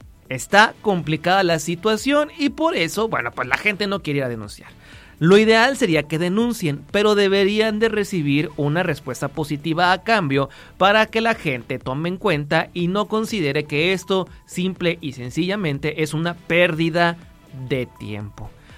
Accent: Mexico; Seguramente que no, porque así somos los mexicanos, no somos de guardar factura

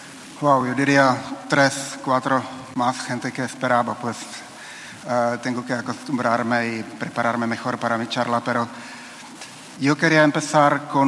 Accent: Czechia; moved away as an adult; now in Mexico; como un orgulloso checo, un embajador de mi país en México

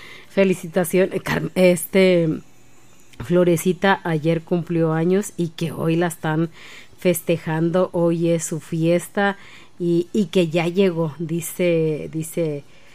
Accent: Michoacán, Mexico; uno como mexicano y más como michoacano.

